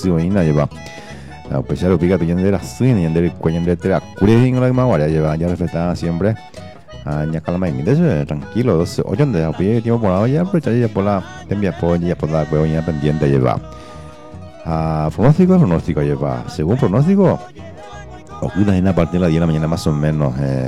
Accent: Paraguay; como buen paraguayo y paraguaya que somos

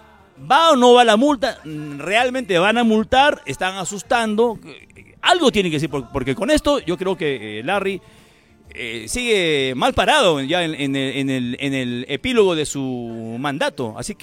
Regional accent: Moquegua, Peru; yo soy recontra moquehuano, no por eso voy a poner mi bandera moquehuana. Yo soy peruano

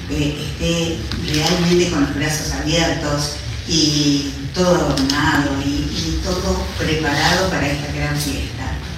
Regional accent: Reconquista, Santa Fe, Argentina; moved away; un placer volver a Reconquista, mi tierra natal.

